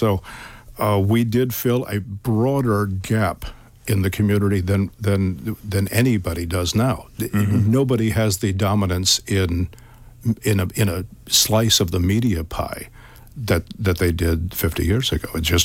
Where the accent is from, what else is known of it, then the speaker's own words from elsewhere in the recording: Maumee, Ohio, United States; growing up in Maumee and graduating from Maumee High School